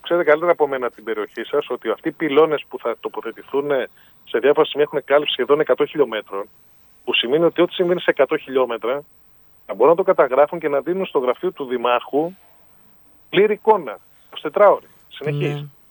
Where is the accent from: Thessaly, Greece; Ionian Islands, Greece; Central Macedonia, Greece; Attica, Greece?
Attica, Greece; Athens; Εγώ πάλι είμαι ο Δήμαρχος Ελληνικού Αργυρούπολης, είμαι από την Αθήνα.